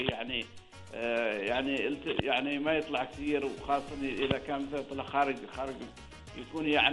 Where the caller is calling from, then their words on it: Muscat Governorate, Oman; اكلمك حاليا من الغبره الجنوبيه.